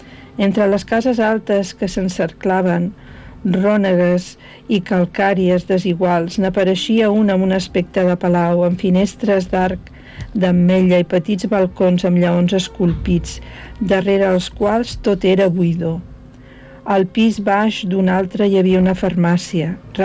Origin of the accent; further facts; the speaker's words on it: Catalonia, Spain; now in Venice, Italy; I vaig dir, no, no, soc catalana, no sé què.